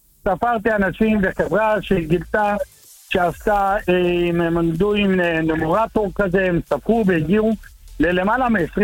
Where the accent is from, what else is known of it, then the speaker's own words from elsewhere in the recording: Jerusalem, Jerusalem District, Israel; אני גם ירושלמי, וגדלתי בזכרון משה